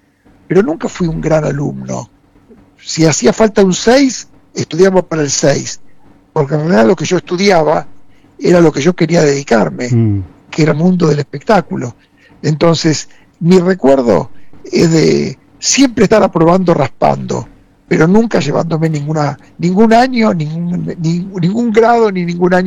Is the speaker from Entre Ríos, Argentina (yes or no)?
no; Buenos Aires, Argentina; also born or lived in Loma del Mirador; Y después de 3 años, de vuelta a Mataderos. O sea que el recuerdo, hasta los 10 años, quinto grado, digamos, fue Mataderos.